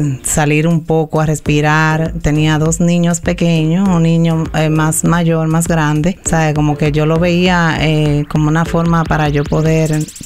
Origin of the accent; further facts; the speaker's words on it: Santiago de los Caballeros, Santiago, Dominican Republic; moved away as an adult; now in Florida, United States; Bueno, vengo de República Dominicana.